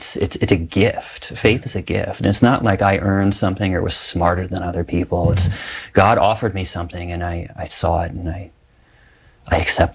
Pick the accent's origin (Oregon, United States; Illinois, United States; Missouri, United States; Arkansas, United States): Missouri, United States; St. Louis; And I said, well, I'm from St. Louis.